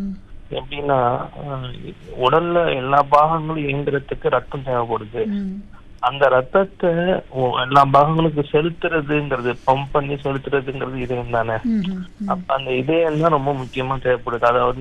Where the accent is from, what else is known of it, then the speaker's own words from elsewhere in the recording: Thiruvarur, Tamil Nadu, India; நான் வந்து திருவாரூர் தான் சொந்த ஊர்.